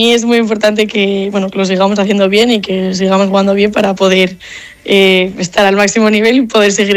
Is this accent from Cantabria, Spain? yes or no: yes; Santander, Cantabria, Spain; las que somos de Santander